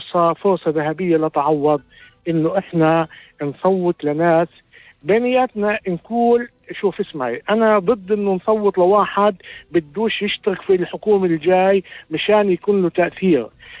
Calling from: Haifa, Haifa District, Israel

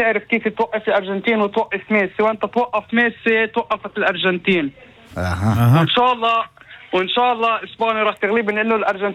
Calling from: Majd al-Krum, Northern District, Israel; من مجد كروم

